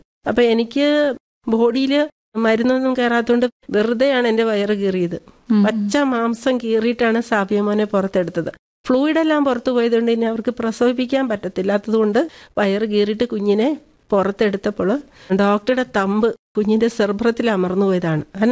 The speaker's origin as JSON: {"language": "Malayalam", "town": "Rajakkad", "region": "Kerala", "country": "India", "said": "ഇടുക്കിയിലാണ്, Idukki Rajakkad."}